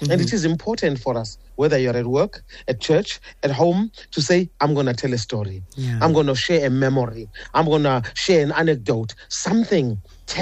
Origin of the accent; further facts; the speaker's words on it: Durban, KwaZulu-Natal, South Africa; wouldn't that be amazing to have a whole street like that in Durban, in my hometown?